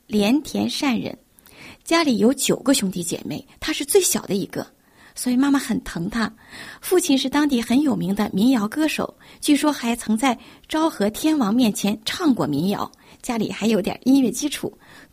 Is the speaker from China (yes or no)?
yes; Dalian, Liaoning, China; 很喜欢这个地方，因为我的老家是在大连